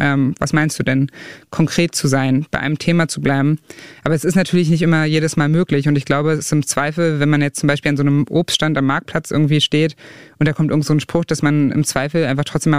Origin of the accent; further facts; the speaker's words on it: Saxony-Anhalt, Germany; Also die Lokalzeitung vor Ort ist halt die Volksstimme, da wo ich herkomme.